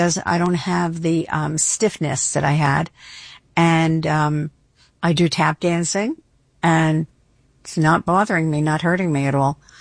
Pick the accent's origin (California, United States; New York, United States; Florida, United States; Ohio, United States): New York, United States; Long Island; I come from Long Island. I take the train in.